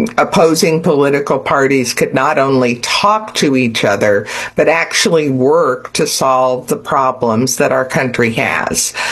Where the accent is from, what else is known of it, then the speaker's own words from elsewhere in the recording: Madison, Indiana, United States; grew up in southern Indiana in a time when that was a pretty Democratic area. But my hometown, Madison, has always been pretty balanced between Republicans and Democrats.